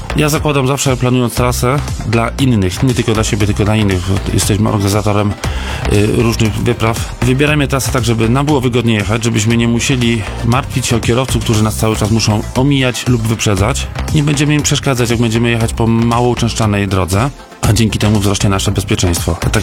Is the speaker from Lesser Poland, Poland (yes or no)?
no; Rzeszów, Subcarpathian Voivodeship, Poland; W 1999 roku nad Morzem Bałtyckim, zapytany przez turystów z innych namiotów skąd jestem, powiedziałem Rzeszowa.